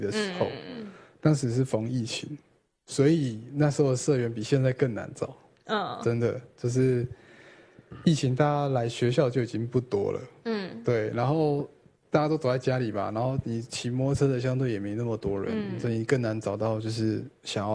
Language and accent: Chinese; Yilan County, Taiwan; moved away; 因为我本来是宜兰人，那我想说还是我回宜兰读其他的学校之类的